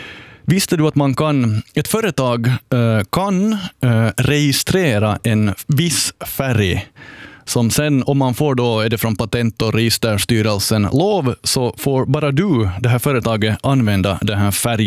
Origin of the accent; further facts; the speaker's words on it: Karis, Uusimaa, Finland; now in Helsinki, Finland; från Karis och klockan är 11 minuter över ett. Det är fredag eftermiddag här i Helsingfors Böle.